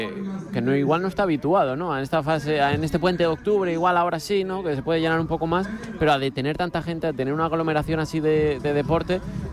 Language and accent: Spanish; Valladolid, Castile and León, Spain; Yo soy de Valladolid, a mí me encanta mucho el rugby también